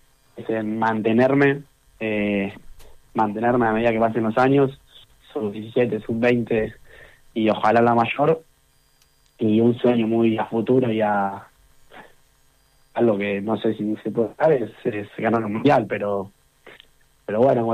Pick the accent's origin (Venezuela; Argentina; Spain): Argentina; es lo que le transmiten de chico en Argentina. Por lo general, para mí nos caracterizamos por ser un poco vivos, un poco pícaros adentro de la cancha